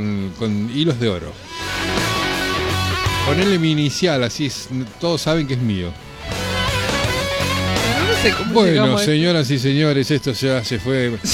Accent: Argentina; así somos los argentinos.

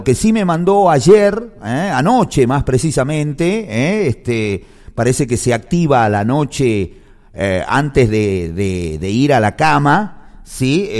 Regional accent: Salta, Argentina

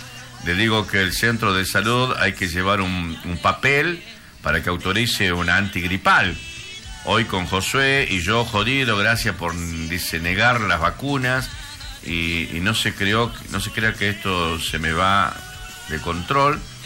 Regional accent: Campo Santo, Salta, Argentina; born there; Yo soy camposanteño, por ejemplo. Bueno, nací en Camposanto.

